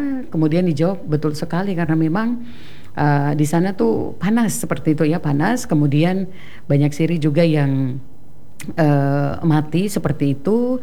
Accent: Papua, Indonesia; karena memang kita Papua secara khusus, apalagi bagian timur

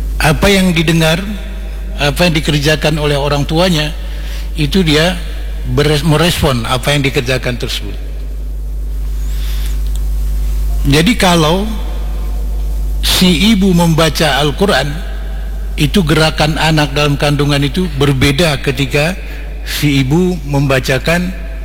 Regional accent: Aceh, Indonesia; Saya bilang saya dari Indonesia, dari Aceh.

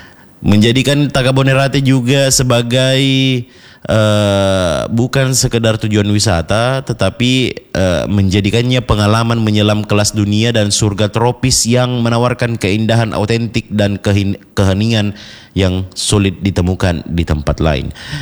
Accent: South Sulawesi, Indonesia; Kalau kita orang Bugis, curu kinaseng.

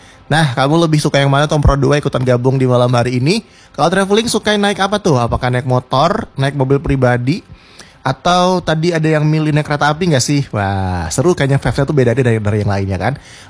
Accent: Sumatra, Indonesia; moved away; dulu kan waktu di Sumatera tuh lumayan ya, jarak dari kampus ke rumah itu tuh agak jauh, Tamprodo.

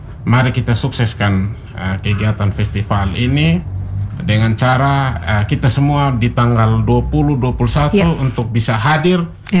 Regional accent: Sumba, East Nusa Tenggara, Indonesia; kita sendiri orang Sumba

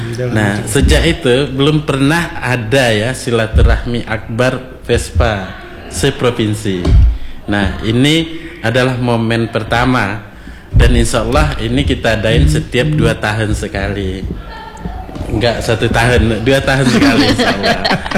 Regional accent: Solok, West Sumatra, Indonesia; now in Batam, Indonesia; saya berasal dari Solok ya.

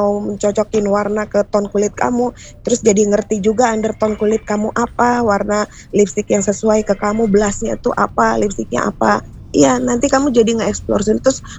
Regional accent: North Sumatra, Indonesia; Sebenarnya bisa. Aku orang Batak.

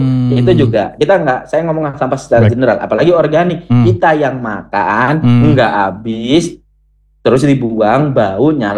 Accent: Central Java, Indonesia; accent: Javanese ngapak; Saya nggak mau ngomong pakai bahasa Inggris, takutnya nanti nggak mudeng juga gitu. Kita wong Jawa Tengah ngomongnya Jawa

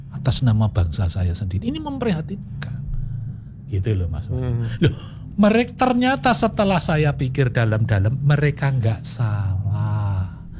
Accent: Java, Indonesia; karena saya ini orang Jawa. Ini bangsa saya sendiri.

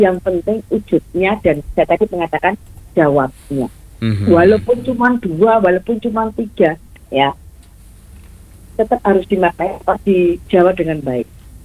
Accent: Java, Indonesia; Bureh kalau kita orang Jawa itu kan diborehkan ya

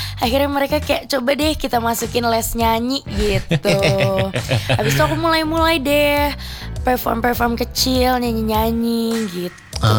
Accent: Depok, West Java, Indonesia; also born or lived in Jakarta; Aku anak Depok Cinere.

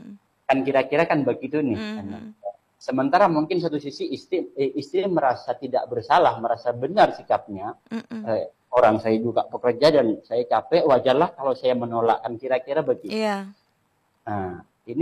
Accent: Madura, East Java, Indonesia

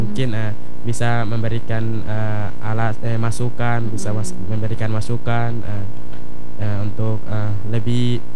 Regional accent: Alor, East Nusa Tenggara, Indonesia; saya ingin lebih mengupdate terus wisata yang ada di Kabupaten Alor di daerah saya sendiri

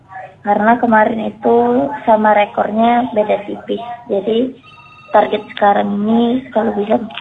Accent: Palembang, South Sumatra, Indonesia; Saya berasal dari Kota Palembang, pelari 1500 dan 5000 meter.

